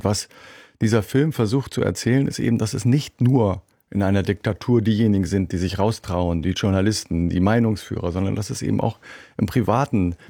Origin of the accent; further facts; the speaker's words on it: West Germany, Germany; das ist etwas, was für mich als Westdeutscher ein sehr großes Learning war in den letzten Jahren.